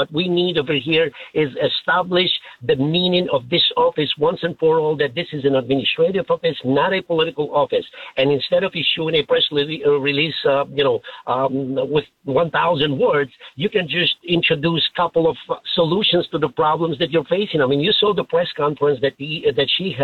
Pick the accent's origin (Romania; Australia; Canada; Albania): Albania; English is a second language; now in United States; I was born and raised in a communist Albania. I came to the United States as a refugee with my family. I didn't speak a word of English at that time.